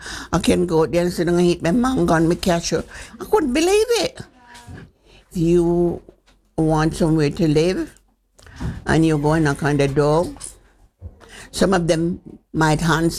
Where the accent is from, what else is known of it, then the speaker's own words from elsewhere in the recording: Jamaica; moved away as an adult; now in London, United Kingdom; I'm from Jamaica.